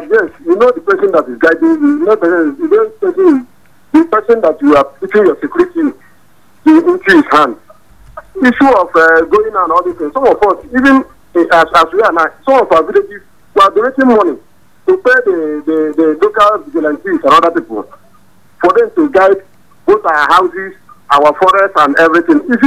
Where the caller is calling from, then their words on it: Serengeti, Mara, Tanzania; I'm calling from Serengeti, yeah.